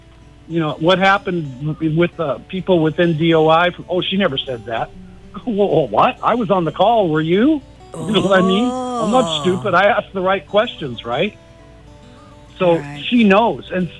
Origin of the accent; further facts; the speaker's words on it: Washington, United States; I'm a white boy in Washington, and I'm from Washington.